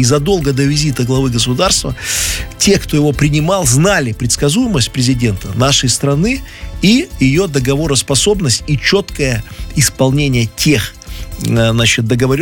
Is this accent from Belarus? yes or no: yes; Belarus; Мы белорусы, мы гордая нация, просто скромная очень.